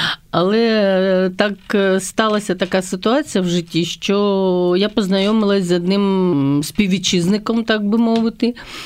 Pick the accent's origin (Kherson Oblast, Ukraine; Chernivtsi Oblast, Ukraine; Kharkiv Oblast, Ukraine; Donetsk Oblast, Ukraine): Kherson Oblast, Ukraine; Kherson; moved away as an adult; now in Germany; Я із Херсона.